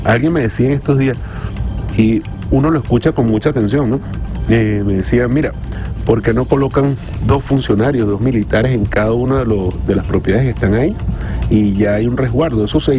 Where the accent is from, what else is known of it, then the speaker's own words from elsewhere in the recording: La Guaira, Venezuela; quien te habla, mi querido hermano, es hijo de La Guaira. Yo soy nacido en el Hospital José María Vargas.